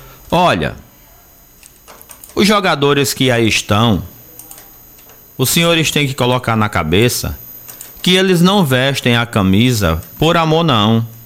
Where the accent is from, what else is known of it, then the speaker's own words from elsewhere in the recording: Brazil; nós que somos brasileiros